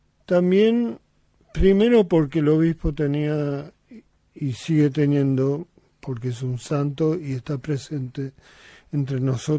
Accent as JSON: {"language": "Spanish", "town": "Quilmes", "region": "Buenos Aires Province", "country": "Argentina", "said": "Sí, soy ciudadano de Quilmes"}